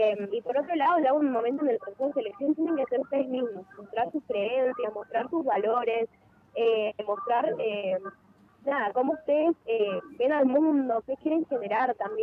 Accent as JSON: {"language": "Spanish", "country": "Argentina", "said": "como sociedad argentina, como juventud argentina"}